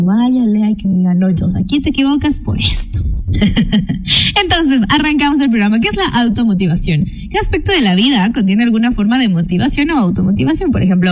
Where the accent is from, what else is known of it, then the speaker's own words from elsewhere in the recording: Ecuador; yo también soy novelera como buena ecuatoriana de vez en cuando.